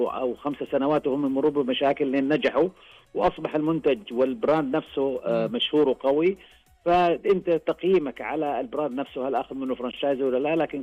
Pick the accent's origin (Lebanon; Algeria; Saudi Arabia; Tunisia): Saudi Arabia